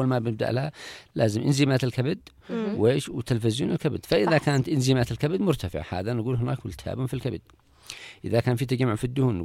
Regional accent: Yemen; عندنا في اليمن أيضا معنا باقي معنا أيضا بالهارسيا،

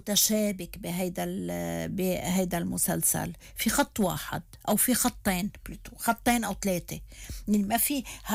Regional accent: Lebanon

